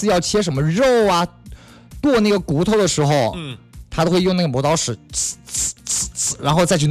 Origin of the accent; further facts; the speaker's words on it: Fujian, China; moved away; 因为我在东油长大的嘛